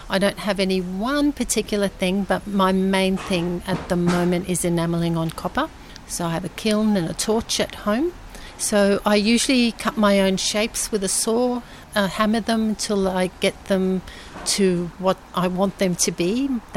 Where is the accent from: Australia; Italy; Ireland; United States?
Australia; They travelled from the former Yugoslavia to Australia in the 1950s. I was born in Australia, so I am essentially Australian.